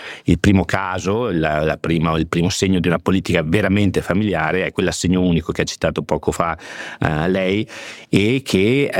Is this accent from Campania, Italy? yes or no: no; Veneto, Italy; dalle mie parti in Veneto